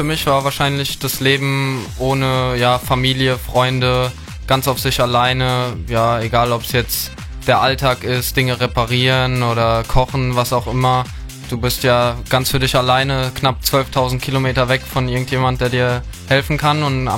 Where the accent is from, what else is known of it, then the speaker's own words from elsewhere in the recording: Bad Münster am Stein-Ebernburg, Rhineland-Palatinate, Germany; moved away as an adult; ich komme ja aus Bad Münster